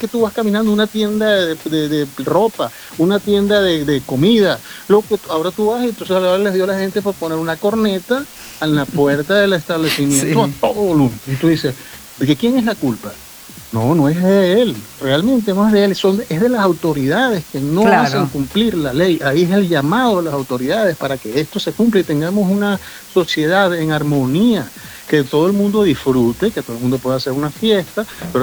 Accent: Venezuela; Yo soy venezolano y me corren sangre venezolana por las venas

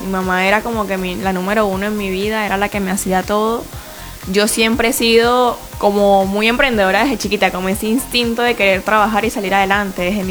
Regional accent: Guatire, Miranda, Venezuela; Y además que soy guatireña. Como estábamos hablando hace rato, todos piensan que soy de Caracas. No, soy de Guatire.

